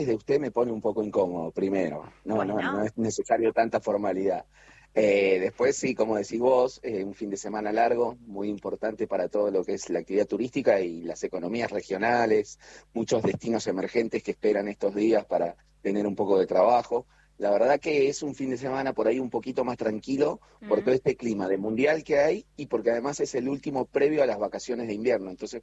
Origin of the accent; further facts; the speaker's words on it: Bariloche, Río Negro, Argentina; born there; yo soy nacido en Bariloche y cada vez que nieva también me sorprendo